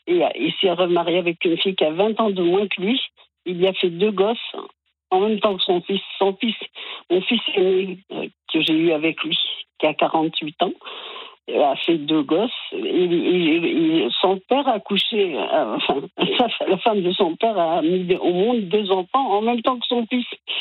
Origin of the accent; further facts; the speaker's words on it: Italy; now in France; que je reprenne mon nom de jeune fille, parce que je suis italienne